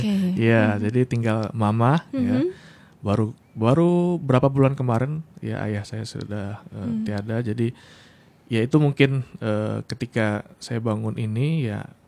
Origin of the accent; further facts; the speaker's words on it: Padang, West Sumatra, Indonesia; Saya ini dari Padang, dari Sumatera Barat, anak Sumatera. Minang.